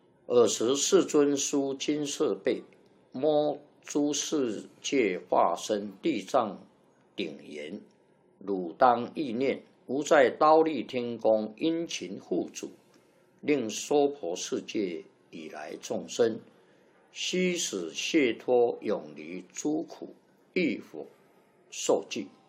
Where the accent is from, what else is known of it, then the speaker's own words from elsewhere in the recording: China; 我们中国人念的比较合乎我们中国人的习惯